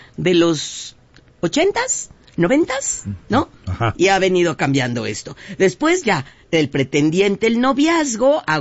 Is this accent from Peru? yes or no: no; Mexico; Y sí, claro, sí, somos mexicanos, no, a ver, ¿qué somos?